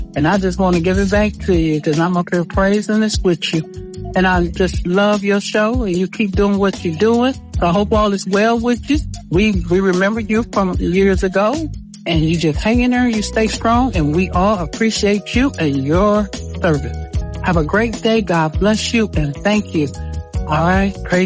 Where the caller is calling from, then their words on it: Cleveland, Ohio, United States; I'm calling from Cleveland.